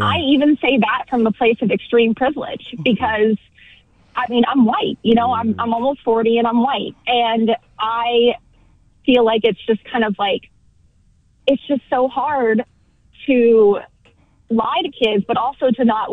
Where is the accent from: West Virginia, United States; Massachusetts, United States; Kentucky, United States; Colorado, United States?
Kentucky, United States; born there; also born or lived in Texas; I was born in Kentucky, lived in Texas for 10-plus years, and I have experienced a huge range of social and economic mobility and movement throughout my life.